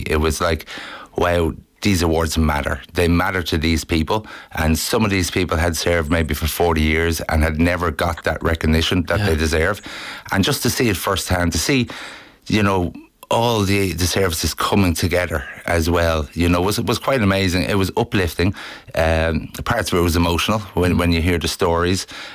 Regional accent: Dublin, Leinster, Ireland; we grew up in Beaumont, and then when that house got a little bit too small, we moved into Clontarf.

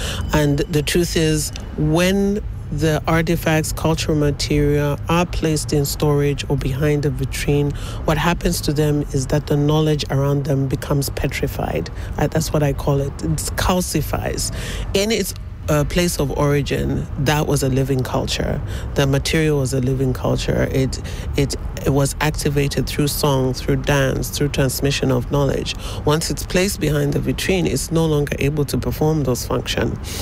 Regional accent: Zambia; I'm from Zambia.

